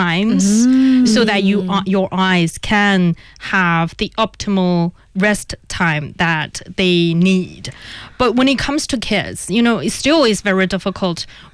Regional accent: Inner Mongolia, China; English is a second language; I'm from Inner Mongolia.

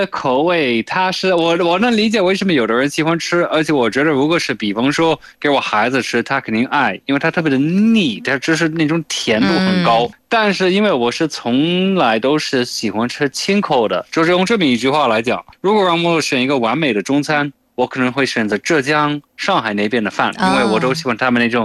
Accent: Brighton, South East England, United Kingdom; Chinese is a second language; moved away as an adult; now in Beijing, China; 以前我们老家布莱顿，

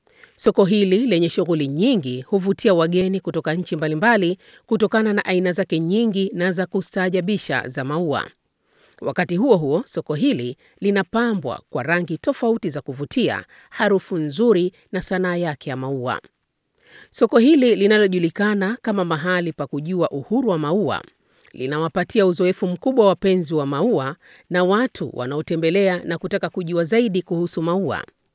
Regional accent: Zanzibar, Tanzania; nikumbuke nyumbani kwetu Zanzibar, visiwa vya karafuu.

